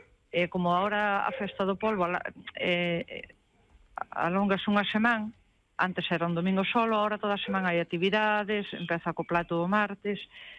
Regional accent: Arcos, Galicia, Spain; Eu considero que as miñas compañeiras do meu pobo de Arcos nin son millores nin peores que a min.

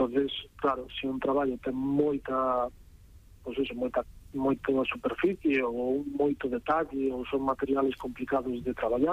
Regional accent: Santipián, Galicia, Spain; foi un dos que fixen aquí na miña terra, en Santipián, na Mariña.

